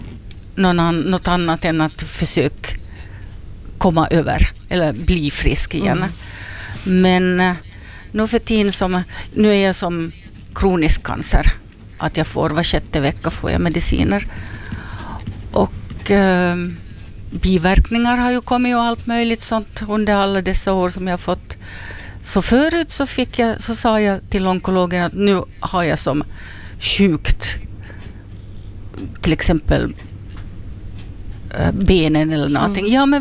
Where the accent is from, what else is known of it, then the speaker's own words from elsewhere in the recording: Finland; vi finländare